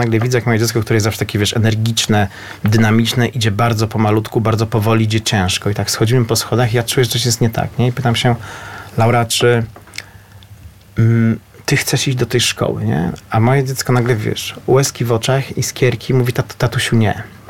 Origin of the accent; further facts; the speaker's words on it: Warsaw, Masovian Voivodeship, Poland; bo ja w ogóle się cieszyłem bardzo, że Łukasz jest z Warszawy, bo jestem z Warszawy.